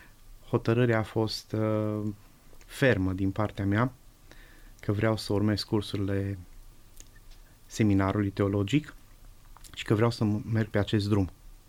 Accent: Aiud, Alba County, Romania; now in Alba Iulia, Romania; M-am născut în localitatea Aiud, județul Alba.

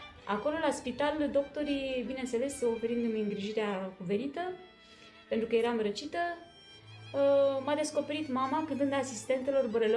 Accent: Bragadiru, Teleorman, Romania; born there; Eu am spus Zimcea pentru că este cel mai aproape oraș de satul meu.

